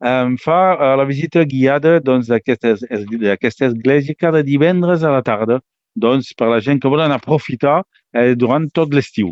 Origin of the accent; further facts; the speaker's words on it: Villefranche-de-Conflent, Occitania, France; comença aquí al meu poble, Vilafranca